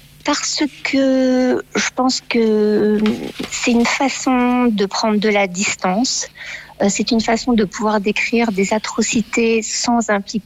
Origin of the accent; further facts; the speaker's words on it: Paris, Île-de-France, France; moved away as an adult; also born or lived in Dartmoor; Moi, je suis parisienne d'origine